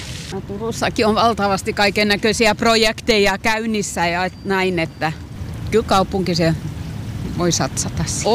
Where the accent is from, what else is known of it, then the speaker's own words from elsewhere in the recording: Parainen, Southwest Finland, Finland; Paraisilta.